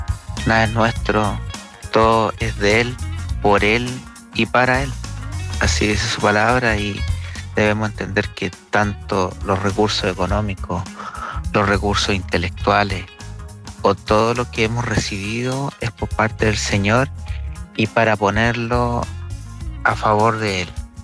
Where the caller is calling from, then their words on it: Quilpué, Valparaíso, Chile; de Quilpué.